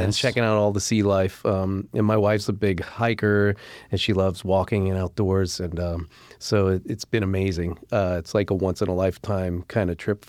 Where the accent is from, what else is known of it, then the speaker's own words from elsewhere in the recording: Florida, United States; Yeah, well, we're from Florida, so never been out to this side of the country.